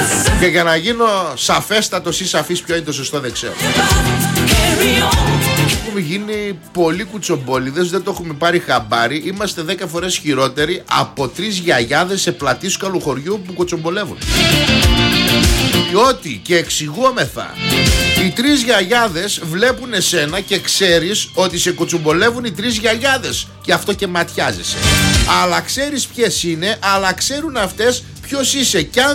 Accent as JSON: {"language": "Greek", "town": "Agriani", "country": "Greece", "said": "στο χωριό της Αγριανής, θα βάλω το χωριό μου."}